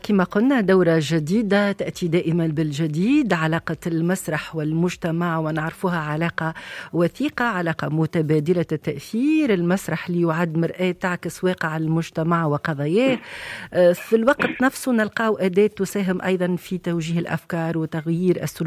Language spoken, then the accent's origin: Arabic; Tunisia; accent: Tunisian; نساعدوا شوية البرا كما نقولوا بلهجتنا التونسية